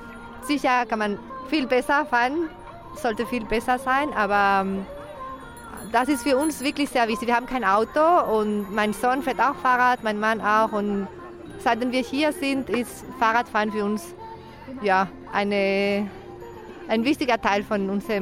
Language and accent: German; Spain; German is a second language; moved away as an adult; also born or lived in Scotland; now in Graz, Austria; Wir sind eigentlich aus Spanien und wir sind zuerst nach Schottland 4 Jahre und dann, obwohl es dort sehr schön war, viele schöne Sachen, wir wollten zurück ins Kontinent kommen